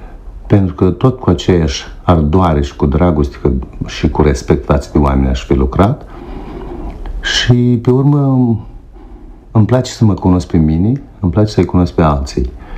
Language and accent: Romanian; Dubna, Soroca District, Moldova; Plecasem de la Dubna, din satul meu, ca să intru la medicină, la școala de medicină în Soroca.